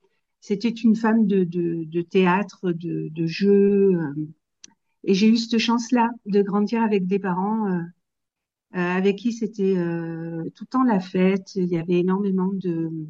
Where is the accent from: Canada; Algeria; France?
France; Apt, Provence-Alpes-Côte d'Azur; Donc, je viens de Apt, dans le Luberon. Et voilà, donc je suis sur une région de proximité hein, avec la vôtre, avec les Alpes de Haute-Provence. Et voilà, je suis native de cette région